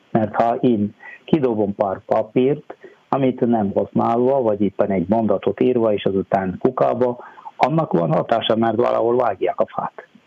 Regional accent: South India, India; Hungarian is a second language; moved away as an adult; now in Hungary; egyébként Dél-Indiából származom, már 23 éve vagyok, itt 24. éve vagyok. Hát én 2003. október 9-én érkeztem Magyarországra

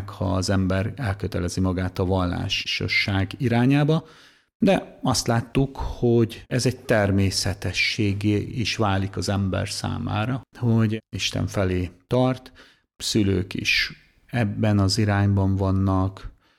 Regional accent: Pécel, Pest, Hungary; now in Vác, Hungary; Vácz deákvári plébános. Pécelről számozom, ott nevelkedtem. Egy elkötelezett katolikus család

